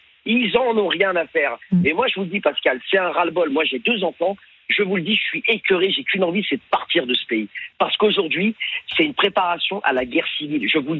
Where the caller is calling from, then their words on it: Île-de-France, France; Alors, des Hauts-de-Seine.